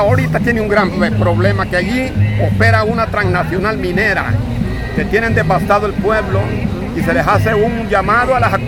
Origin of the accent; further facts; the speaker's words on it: El Corpus, Choluteca, Honduras; allí es mi pueblo que me vio nacer.